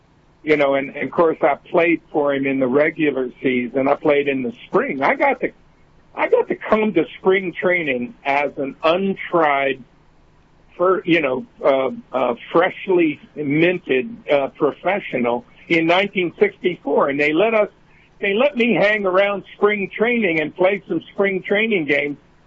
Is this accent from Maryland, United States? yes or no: yes; Baltimore, Maryland, United States; I played against him in the 1969 World Series against my hometown Baltimore Orioles.